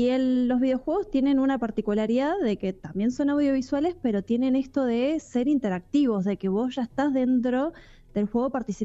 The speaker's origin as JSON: {"language": "Spanish", "region": "Mendoza", "country": "Argentina", "moved": "as an adult", "said": "Yo soy mendocina."}